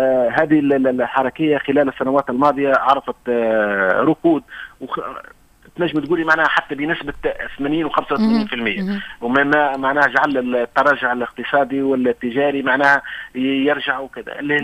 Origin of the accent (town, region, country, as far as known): Tunisia